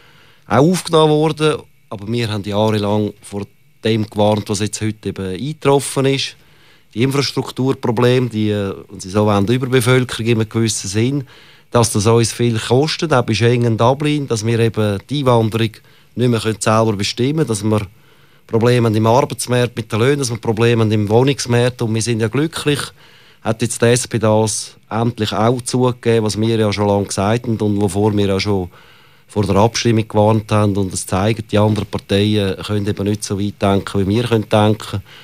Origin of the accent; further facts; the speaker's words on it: Switzerland; Oh, wir sind auch ein Schweizer.